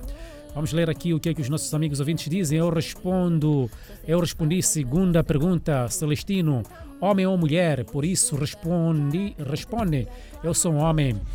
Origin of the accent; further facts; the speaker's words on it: Beira, Sofala, Mozambique; ouvinte de Macurungo, o bairro onde eu cresci, não é? Cidade da Beira. Sim, eu cresci no Macurungo, depois